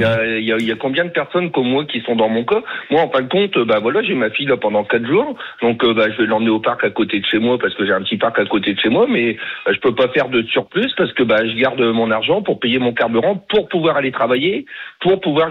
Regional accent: France; Parce que moi, je suis un Français et je préfère payer mes factures et pas partir en week-end, quoi.

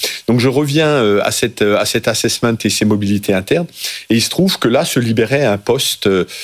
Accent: Grand Est, France; moi je suis particulièrement fier en tant qu'Alsacien de cet aéroport

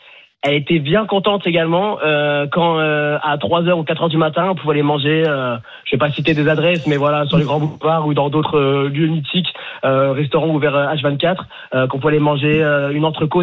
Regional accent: Paris, Île-de-France, France; Après voilà, moi c'est en tant que Parisien

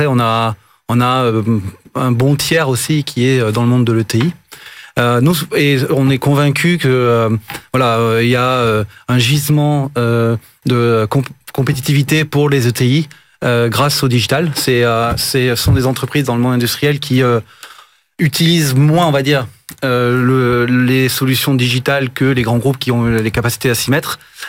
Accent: Toulouse, Occitanie, France; Alors, je suis de Toulouse.

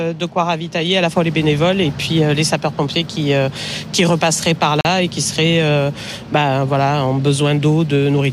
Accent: Cabasse, Provence-Alpes-Côte d'Azur, France; Oui, moi je suis donc de Cabas, c'est un village plus au sud

